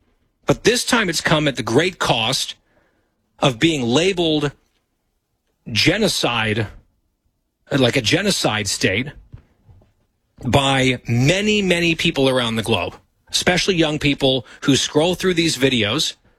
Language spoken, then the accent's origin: English; United States; as an American, a proud American